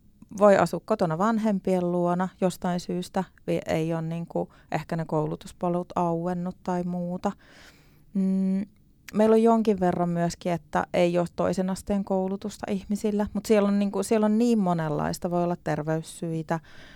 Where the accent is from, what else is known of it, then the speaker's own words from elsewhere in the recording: South Ostrobothnia, Finland; now in Joensuu, Finland; Mä oon Etelä-Pohjanmaalta kotosi